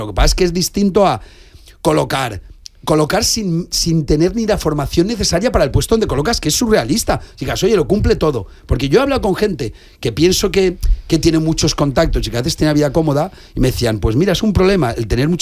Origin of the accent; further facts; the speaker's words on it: Spain; yo quiero ser más fiel a mis orígenes como español